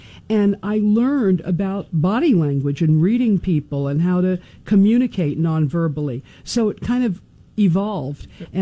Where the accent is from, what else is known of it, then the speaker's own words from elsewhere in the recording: Miami, Florida, United States; I'm from Miami, Florida, originally.